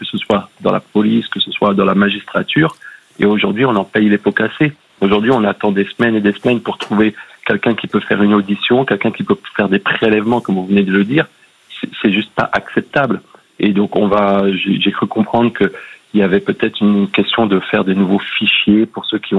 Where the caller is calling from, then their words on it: Caen, Normandy, France; De Caen, dans le Calvados.